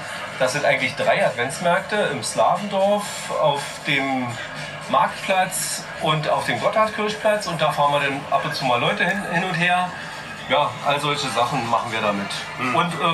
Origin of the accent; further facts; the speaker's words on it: Brandenburg an der Havel, Brandenburg, Germany; Ja, ich komme ja aus Brandenburg, der Stadt im Land.